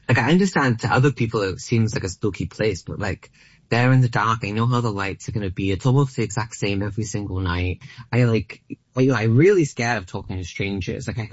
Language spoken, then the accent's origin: English; Australia